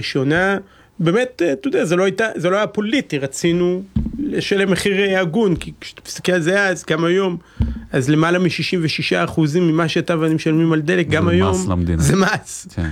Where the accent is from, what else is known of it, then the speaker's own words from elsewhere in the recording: Jerusalem, Jerusalem District, Israel; born there; גדלתי בתנועת הצופים בירושלים